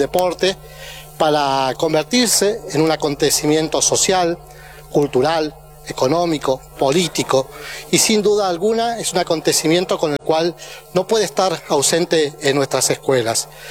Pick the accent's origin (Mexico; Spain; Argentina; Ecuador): Argentina; nos identifica como argentinos